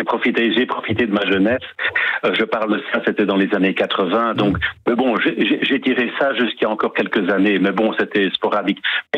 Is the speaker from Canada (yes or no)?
no; Brussels, Brussels-Capital Region, Belgium; je suis de la ville, je suis bruxellois de souche.